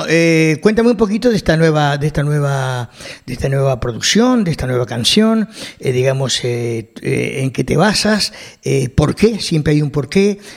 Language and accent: Spanish; Argentina; now in Canary Islands, Spain; aunque yo hace ya 40 años que estoy por aquí, soy argentino, pero me siento total y absolutamente canario